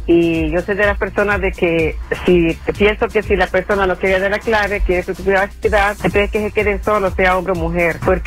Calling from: Los Angeles, California, United States; llamando desde Los Ángeles.

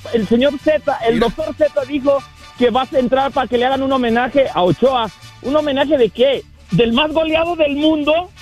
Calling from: Fort Collins, Colorado, United States; de Fort Collins, Colorado.

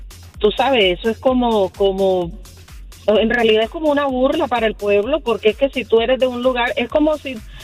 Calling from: Colombia; No, yo soy colombiana.

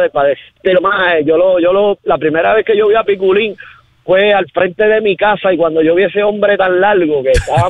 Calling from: La Parguera, Puerto Rico; yo soy de La Palguera.

